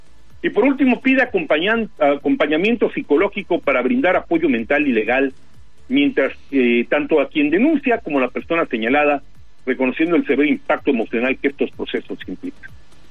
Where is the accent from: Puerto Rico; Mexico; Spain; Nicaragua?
Mexico; nosotros, por ejemplo, si alguien de aquí de México va a España, pues sí va a sentir el calor